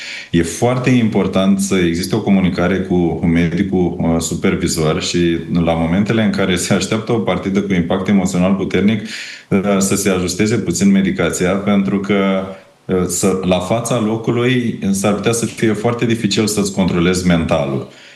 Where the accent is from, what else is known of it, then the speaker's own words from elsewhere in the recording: Romania; noi suntem mai protejați ca români